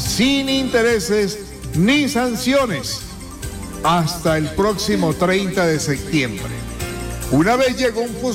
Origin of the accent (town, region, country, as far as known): Colombia